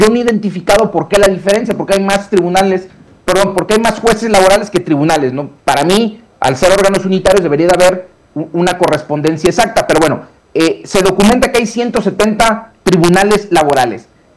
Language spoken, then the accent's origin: Spanish; Mexico; que son países que comparten un entendimiento del derecho como el mexicano, somos herederos de la cultura continental del derecho